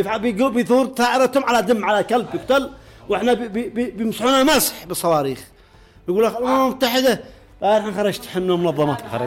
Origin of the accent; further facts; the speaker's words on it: Sanaa, Amanat Al Asimah, Yemen; اللي عندنا بصنعاء